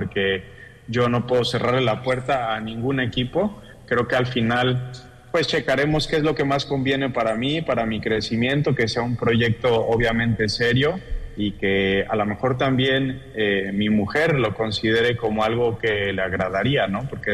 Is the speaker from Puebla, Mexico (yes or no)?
yes; Puebla, Mexico; Yo soy de Puebla, cerca de la capital, a dos horas.